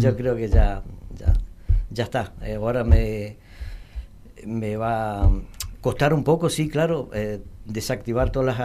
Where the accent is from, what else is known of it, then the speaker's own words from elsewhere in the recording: Oberá, Misiones, Argentina; yo nací en Oberá